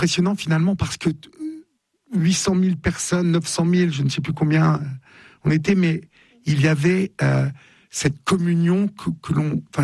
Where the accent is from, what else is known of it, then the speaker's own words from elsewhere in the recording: Paris, Île-de-France, France; Je suis parisien et donc je vois, j'habite à Paris